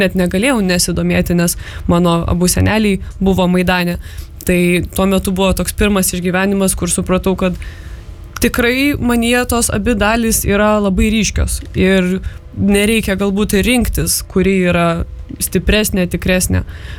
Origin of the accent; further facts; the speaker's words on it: Vilnius, Vilnius County, Lithuania; also born or lived in Lviv, Ukraine; vis tiek linkau į Lietuvos pusę, nes jau į lietuvišką mokyklą, gyvenau Vilniuje. Bet prasidėjus... Taip, gimiau Vilniuje, darželis, mokykla, viskas Lietuvoje, bet vasaros Ukrainoje. Ir kadangi tas darželis labai trumpai egzistavo, tai ir didelę dalį tos ankstyvos vaikystės irgi praleidau pas močiutę Ukrainoje.